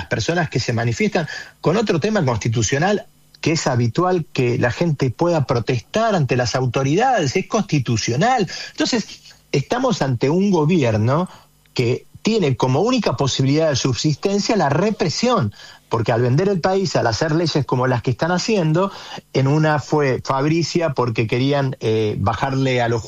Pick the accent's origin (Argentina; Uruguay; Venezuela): Argentina; qué es lo que queremos como argentinos